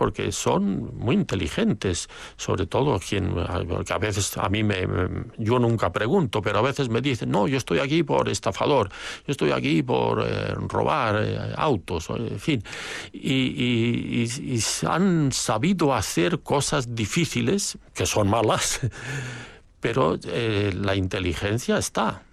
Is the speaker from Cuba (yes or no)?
no; Spain; now in Chile; soy español chileno, tengo doble nacionalidad.